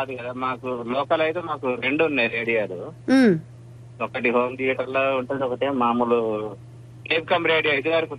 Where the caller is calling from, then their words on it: Rampuram, Telangana, India; మాది భద్రాద్రి కొత్తగూడెం జిల్లా రాంపురం గ్రామం మేడం.